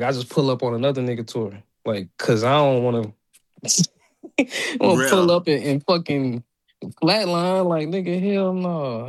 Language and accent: English; Virginia, United States; Like, just with the South in general, it's like I'm from Virginia. I'm told all the time that I'm not even Southern for real, for real.